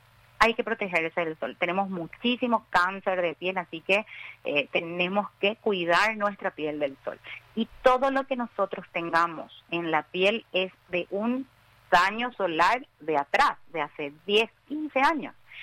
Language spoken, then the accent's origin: Spanish; Paraguay; Nosotros somos paraguayos, tenemos calor siempre, así que el hecho de vivir en Paraguay y sudar luego ya es un gatillante, ¿verdad?